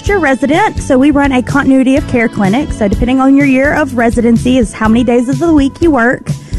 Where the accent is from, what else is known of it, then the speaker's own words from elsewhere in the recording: Mississippi, United States; So I was born and raised in Lincoln County. I went to Lloyd Star